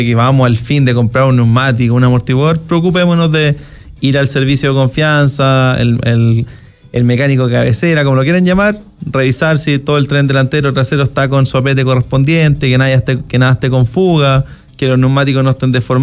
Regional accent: Chile

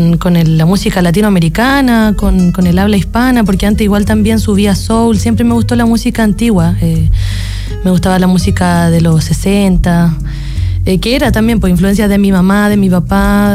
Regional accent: Buin, Santiago Metropolitan Region, Chile; born there; cerca de Buin, que es donde yo nací

